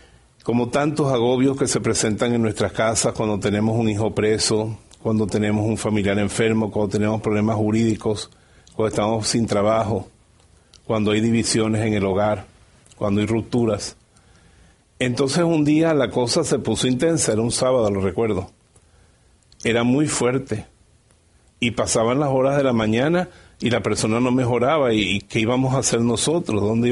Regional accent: Venezuela; born there; en mi pueblo pequeño en Venezuela, donde yo vivía

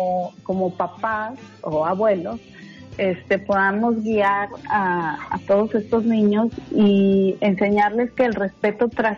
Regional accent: Mexico

